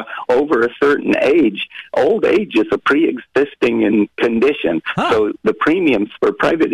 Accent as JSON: {"language": "English", "region": "Washington", "country": "United States", "tie": "born or raised there", "said": "where I grew up near Pullman, Washington, is Hell's Canyon."}